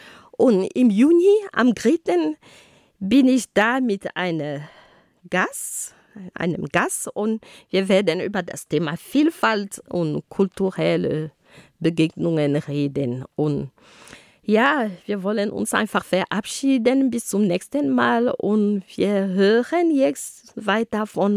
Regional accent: Cameroon; first language Ghomala'; German is a second language; moved away; In Kamerun sprechen wir zum Beispiel, also die Amtssprachen Französisch und Englisch, aber ich habe immerhin noch meine Homala

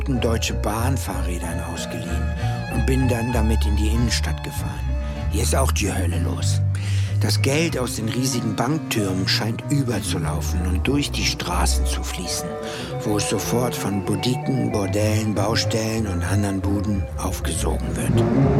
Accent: Berlin, Germany; Als Berliner ist das hier irgendwie viel zu voll hier.

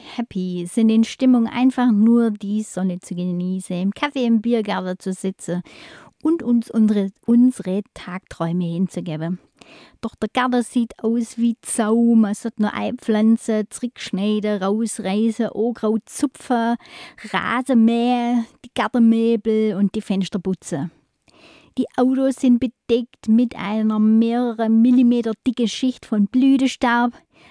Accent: Swabia, Germany

